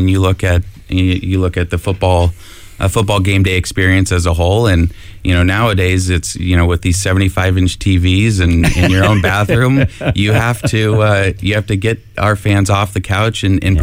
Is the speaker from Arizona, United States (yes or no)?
yes; Arizona, United States; now in Northwest Ohio, United States; I grew up in Arizona, but my parents are from the Midwest.